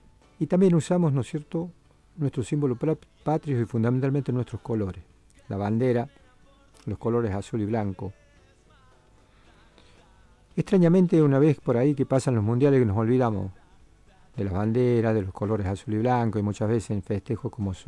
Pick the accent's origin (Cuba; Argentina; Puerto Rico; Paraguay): Argentina; nosotros somos argentinos